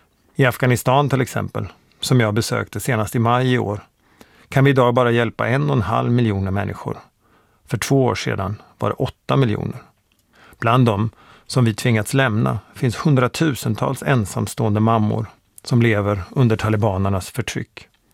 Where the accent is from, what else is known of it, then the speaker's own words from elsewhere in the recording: Borensberg, Östergötland, Sweden; när jag ibland träffar honom hemma i Borensberg utanför Motala där jag växte upp.